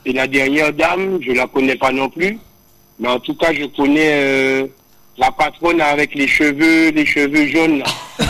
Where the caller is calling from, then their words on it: France; De la France, à 8000 km